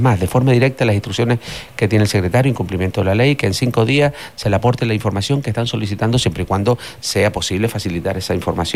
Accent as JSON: {"language": "Spanish", "area": "La Matilla", "region": "Canary Islands", "country": "Spain", "said": "yo soy de La Matilla"}